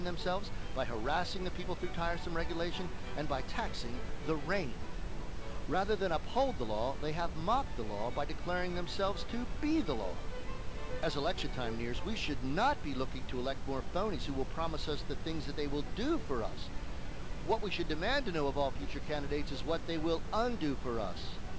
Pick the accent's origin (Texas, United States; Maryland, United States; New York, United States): Maryland, United States; These days, in my home state of Maryland, this is precisely what we need.